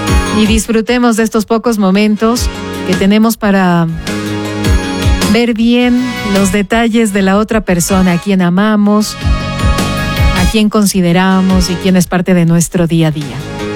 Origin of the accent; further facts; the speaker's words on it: Ecuador; Nos sentimos muy felices y orgullosos, por supuesto, desde siempre de ser ecuatorianos